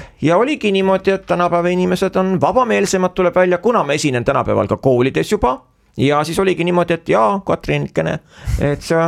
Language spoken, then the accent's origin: Estonian; Viljandi, Viljandi County, Estonia; teie olete Tartu vaim ju, et ma olen Viljandist.